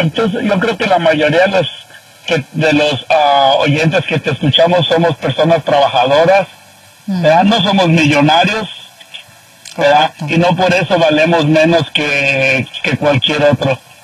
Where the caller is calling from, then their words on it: Sacramento, California, United States; Buen día, Andreina. Aquí de Sacramento.